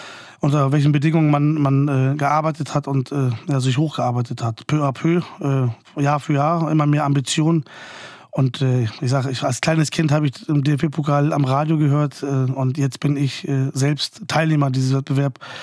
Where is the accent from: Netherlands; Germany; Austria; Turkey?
Germany; Bremen; Wir sind quasi, ich persönlich, in Himmeling geboren, aufgewachsen.